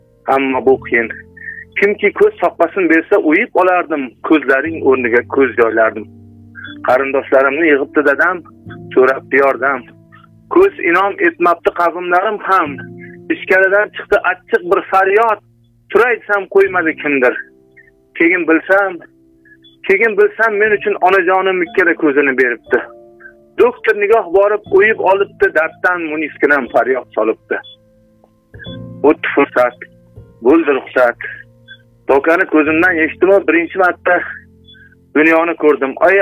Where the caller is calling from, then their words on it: Tashkent Region, Uzbekistan; Kashmoriyadanman, Kashmoriyadan.